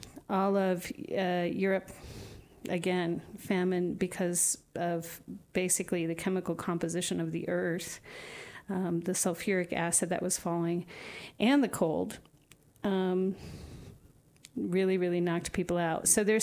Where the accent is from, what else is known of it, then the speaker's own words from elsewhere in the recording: United States; I'm an American and I live in a free country?